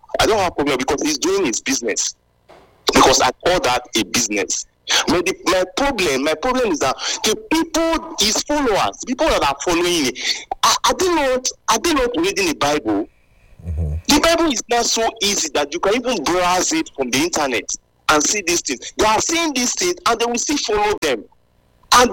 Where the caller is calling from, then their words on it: Ugbo, Nigeria; I'm calling from Ugbo.